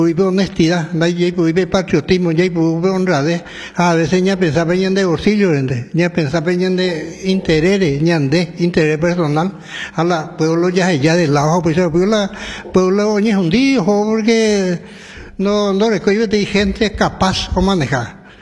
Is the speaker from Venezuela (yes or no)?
no; Horqueta, Concepción, Paraguay; como humano, como cristiano, como paraguayo, como orqueteño